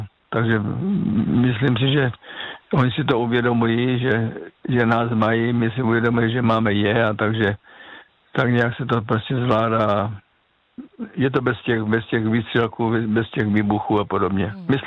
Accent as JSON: {"language": "Czech", "region": "South Moravian Region", "country": "Czechia"}